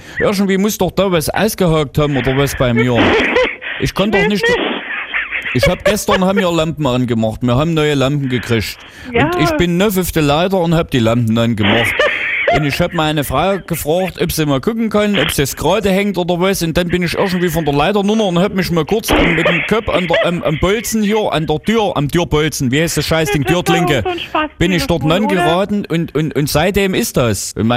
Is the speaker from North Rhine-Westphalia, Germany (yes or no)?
no; Berlin, Germany; Ich bin ganz normaler Berliner.